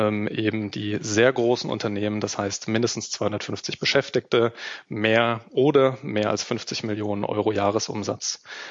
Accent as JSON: {"language": "German", "country": "Germany", "said": "Das sind wir als Deutsche und als Europäer"}